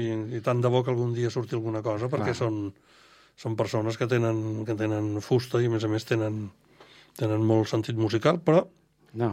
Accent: Barcelona, Catalonia, Spain; born there; Vaig néixer a Barcelona i he viscut... Bueno, he viscut a fora per estudis i tal, però sí, soc de Barcelona i visc a Barcelona. Soc dels privilegiats que visc a Barcelona.

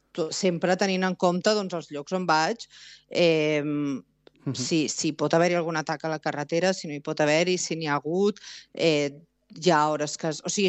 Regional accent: Celrà, Catalonia, Spain; now in Ouagadougou, Burkina Faso; a Celrà, que és el meu poble d'on soc.

